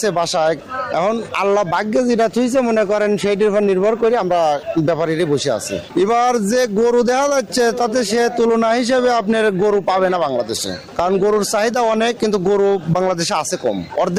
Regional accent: Pabna, Rajshahi Division, Bangladesh; এটা পাবনা আতাইকুল্লা থানা কৃষ্ণপুর বাড়ি।

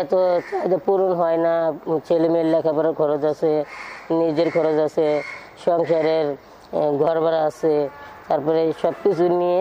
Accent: Bhaluka, Mymensingh Division, Bangladesh; now in Dhaka, Bangladesh; আমার গ্রামের বাড়ি হয়েছে ময়মনসিং বালুকা থানা পড়ছে।

